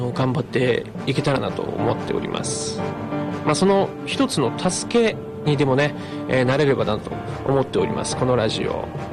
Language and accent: Japanese; Misato, Akita, Japan; 僕の地元って旧仙南村美郷町の方なんですけども